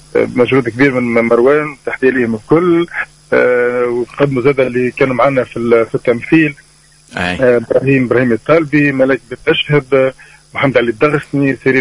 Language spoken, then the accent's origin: Arabic; Tunisia; وحبيت ان نبين لبستنا والشاشية التونسية بتاعنا